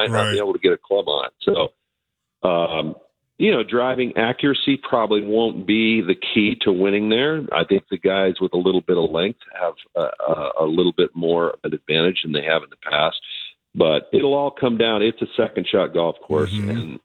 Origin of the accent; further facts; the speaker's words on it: Oneida, United States; Yeah, we both my brother and I grew up there in Oneida, just outside of Oneida there.